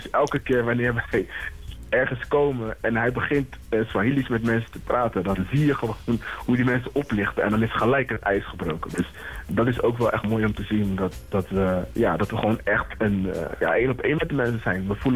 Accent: Suriname; het land waar ik zelf vandaan kom. Ik kom uit Suriname.

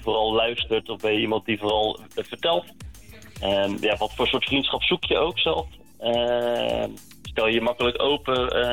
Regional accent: Goes, Zeeland, Netherlands; born there; moved away as an adult; also born or lived in Leiden; now in Goes, Netherlands; toen ik vanuit Leiden, waar ik 10 jaar gewoond heb, terugverhuisde naar mijn geboortestad Goes. Samen met mijn vrouw en kinderen.

